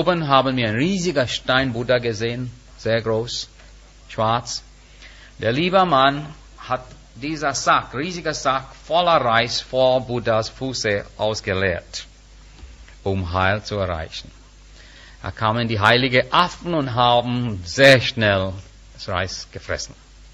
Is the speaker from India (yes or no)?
yes; India; German is a second language; moved away; als Inder